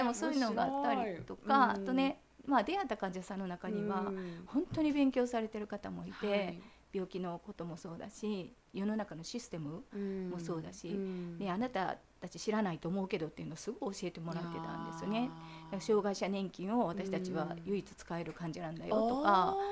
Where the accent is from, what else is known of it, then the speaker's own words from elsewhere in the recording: Osaka, Japan; うちらって、まあ、大体大阪のおばちゃんやったんで、私を含め